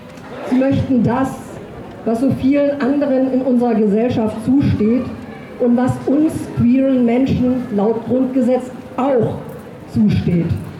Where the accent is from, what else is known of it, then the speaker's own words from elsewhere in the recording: Berlin, Germany; born there; ich bin geboren in Berlin.